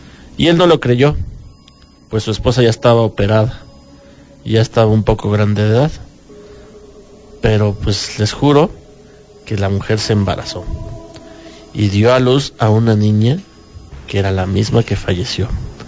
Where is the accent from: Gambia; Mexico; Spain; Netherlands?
Mexico; Veracruz; Soy del puerto de Veracruz y en la comunidad donde vivo tengo un vecino que es albañil.